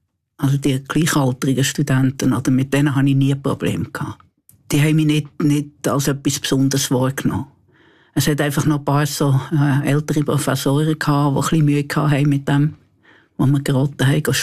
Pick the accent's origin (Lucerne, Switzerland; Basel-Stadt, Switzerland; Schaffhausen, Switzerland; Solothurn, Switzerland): Solothurn, Switzerland; Ich bin zwar nicht Berner, ich bin Solothurner